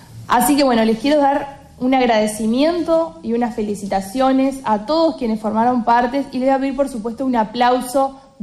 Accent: Colonia del Sacramento, Colonia, Uruguay; esta generosidad que nos caracteriza a quienes somos de Colonia

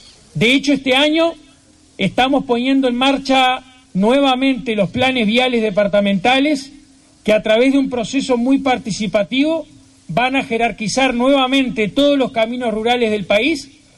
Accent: Colonia, Uruguay; todos los que conocemos y somos de Colonia

